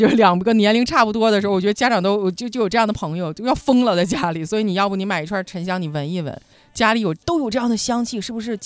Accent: China; 我们中国人

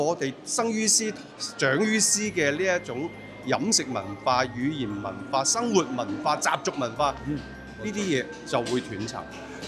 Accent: Guangdong, China; 我們廣東人

